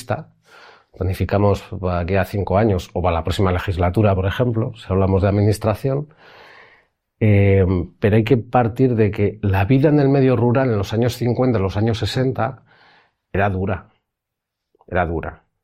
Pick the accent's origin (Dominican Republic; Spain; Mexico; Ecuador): Spain; Basque Country; Yo que soy del País Vasco, por ejemplo